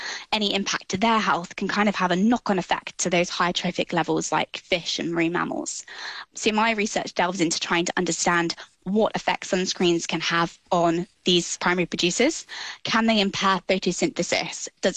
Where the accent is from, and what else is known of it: South West England, United Kingdom; born or raised there